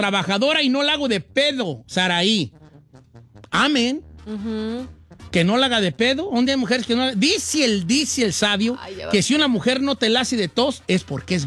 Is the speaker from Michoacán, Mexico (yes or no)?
yes; Michoacán, Mexico; trabajo 8 horas, hago uñas acrílicas, también hago postres, cocino de todo y soy de Michoacán.